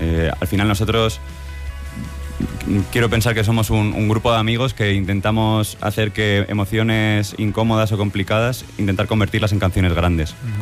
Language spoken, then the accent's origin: Spanish; Alicante, Valencian Community, Spain; aunque yo soy alicantino y amo mi ciudad, pero lo de Murcia no tiene ningún sentido.